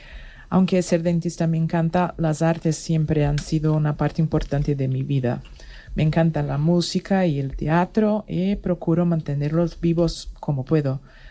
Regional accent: Brazil; Spanish is a second language; now in Spain; soy brasileña y soy odontóloga. Estoy en proceso de homologación de mi título en España

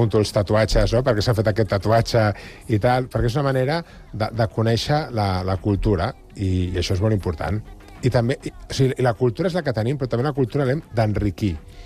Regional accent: L'Hospitalet de Llobregat, Catalonia, Spain; Jo soc d'Hospitalet, no?, ja l'hi deia abans a la Carme, no?, i un punt flamenquillo d'Hospitalet també el porto.

